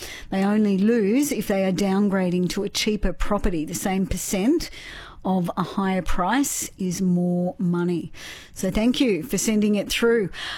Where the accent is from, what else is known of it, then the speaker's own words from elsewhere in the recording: Australia; moved away; I have lived in a lot of places, but I'm a Denny girl. I'm from Denny as well.